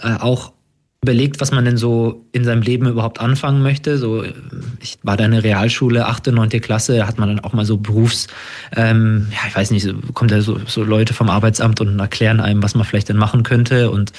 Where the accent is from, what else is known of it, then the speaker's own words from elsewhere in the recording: Kolmberg, Bavaria, Germany; Es ist ein ganz kleiner Verein in meiner Heimat. Also ich komme aus Kolmberg und der Verein daneben, der TVL Leutershausen, der hat mich 2011 aufgenommen